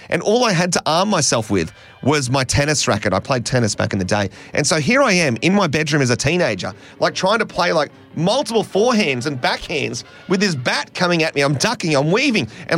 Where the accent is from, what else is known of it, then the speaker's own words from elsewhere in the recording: Dapto, New South Wales, Australia; Growing up in Dapto and in this region, we have a lot of bats.